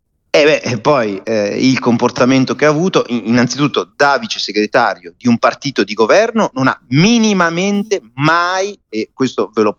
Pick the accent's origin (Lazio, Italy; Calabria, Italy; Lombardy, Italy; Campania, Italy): Lombardy, Italy; Milan; accent: Milanese; io sono milanese, lo sentite dal mio accento